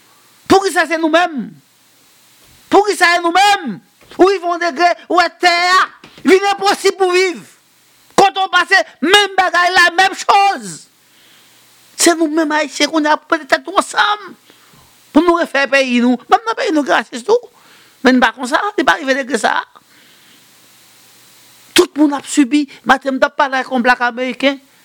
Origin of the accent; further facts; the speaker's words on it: Haiti; Mais nous sommes des Haïtiens, nous sommes Haïtiens.